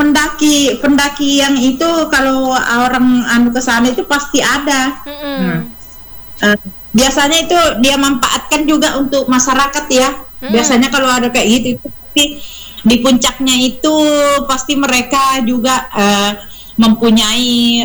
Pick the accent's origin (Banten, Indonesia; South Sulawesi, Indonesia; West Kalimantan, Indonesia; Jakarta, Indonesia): South Sulawesi, Indonesia; Sama dengan kami juga orang Bugis juga kemana-mana gitu nah, kemana-mana juga merantau.